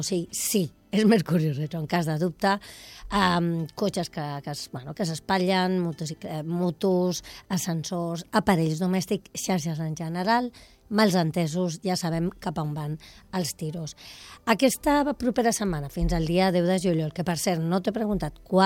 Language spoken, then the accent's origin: Catalan; Mataró, Catalonia, Spain; que jo soc de Mataró, ja ho saps.